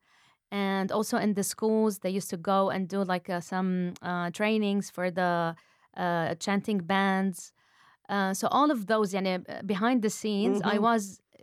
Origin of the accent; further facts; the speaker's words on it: Beirut, Beirut Governorate, Lebanon; moved away; we are from Beirut.